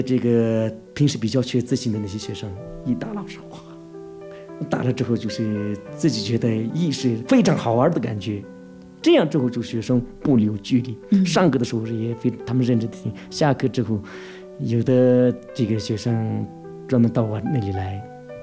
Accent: Shigatse, Tibet, China; 我是来自热格泽的

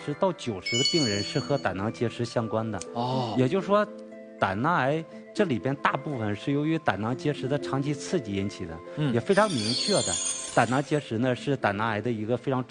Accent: China

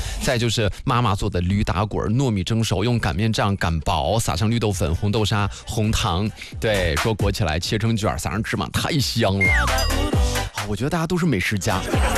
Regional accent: Nangong, Hebei, China; 我的老家，我的家乡呢是在南宫，我们那儿有一个这个古庄烧饼，

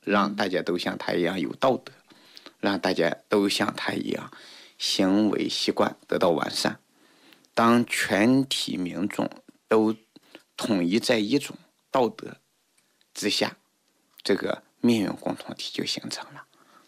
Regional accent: China; 我们中国人也是特别热衷于通过学习而去从政，

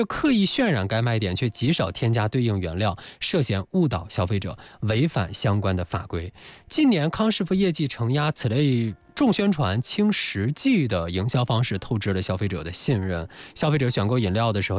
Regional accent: Dandong, Liaoning, China; 我是丹东人哈，

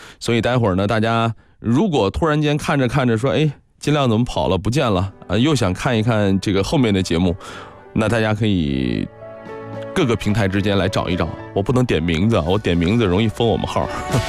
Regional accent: northern China, China; now in Guangdong, China; 我作为一个北方人了解的比较少。

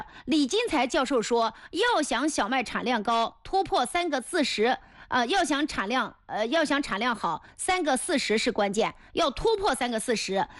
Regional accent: northern China, China; 俺是北方人

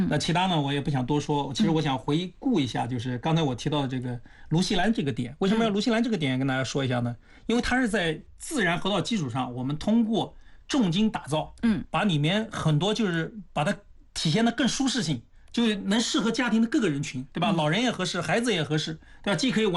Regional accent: Anhui, China; 我们安徽人

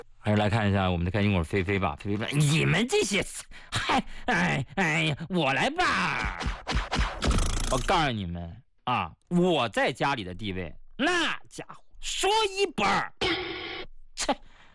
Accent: Shanxi, China; 我们山西老家

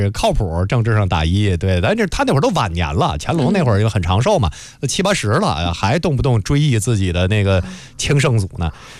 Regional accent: China; 我们中国人讲

